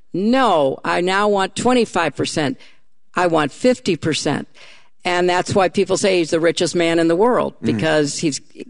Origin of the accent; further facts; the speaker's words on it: New York, United States; But I'm not a Mainer. I'm a New Yorker.